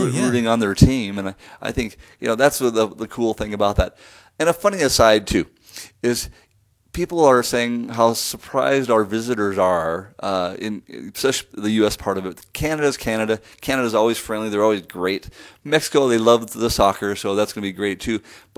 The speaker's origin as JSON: {"language": "English", "town": "Edinburgh", "region": "Scotland", "country": "United Kingdom", "tie": "born there", "said": "And I was born in Edinburgh, Scotland. So I was a dual citizen until I was 18."}